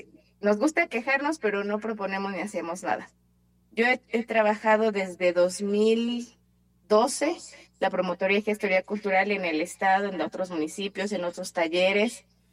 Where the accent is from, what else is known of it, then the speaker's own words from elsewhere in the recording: Puebla, Mexico; cuando hablaba yo de mi pueblo